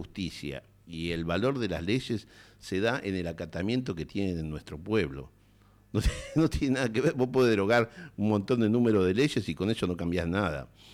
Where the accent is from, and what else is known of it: Argentina